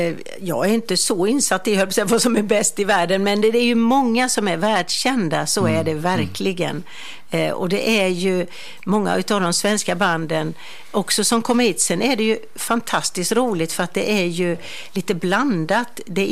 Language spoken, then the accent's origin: Swedish; Jönköping County, Sweden; moved away as an adult; also born or lived in Bankeryd; now in Gullbranna, Sweden; Jag ville bo kvar i Bankeryd. Jag älskade mitt Bankeryd. Och jag är ju fortfarande smålänning i hjärtat.